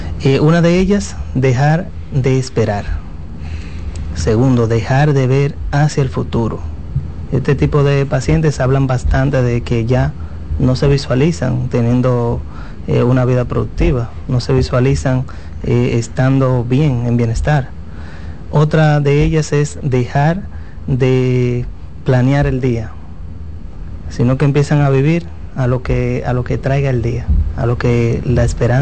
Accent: Dominican Republic; nosotros como dominicanos

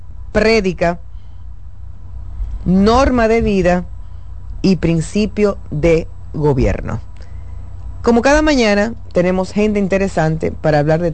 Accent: Dominican Republic; Nosotros como dominicanos nos hemos solidarizado con ustedes.

